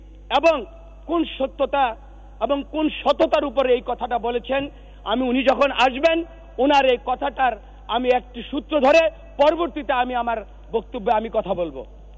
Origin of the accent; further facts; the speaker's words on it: Munshiganj, Dhaka Division, Bangladesh; আমার বাড়ি মুন্সিগঞ্জ, আমি মুন্সিগঞ্জ 3 আসনের একজন নির্বাচিত প্রতিনিধি।